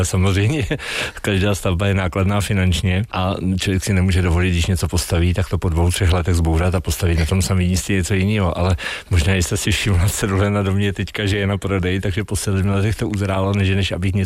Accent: Pardubice, Pardubice Region, Czechia; moved away as an adult; also born or lived in Olomouc; v Olomouci, kde jsem bydlel 12 let po škole, ale jinak jsem samozřejmě Pardubák a táhlo mě to zpátky do Pardubic

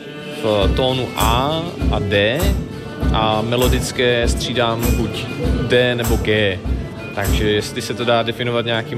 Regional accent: Olomouc, Olomouc Region, Czechia; z Olomouce a jsem mimo jiné hudebník truhlář a jeden z mála hráčů na niněru v České republice

